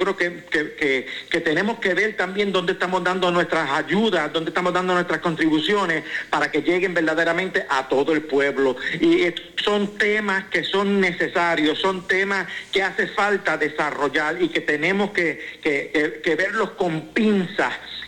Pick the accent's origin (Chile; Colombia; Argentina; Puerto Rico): Puerto Rico; a nosotros como puertorriqueños